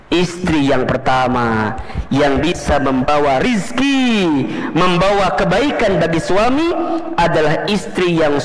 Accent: Garut, West Java, Indonesia; kita orang kampung, orang miskin, orang desa, saya orang Garut aslinya.

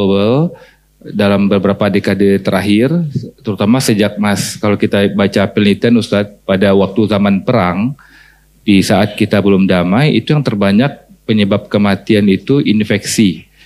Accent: Padang, West Sumatra, Indonesia; moved away; Dulunya asli orang Padang, Ibu semua, di Sumatera Barat.

